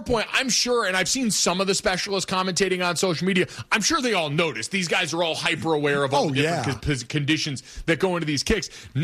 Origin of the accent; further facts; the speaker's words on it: Northeast, United States; he's calling from South Carolina, where we grew up in the Northeast.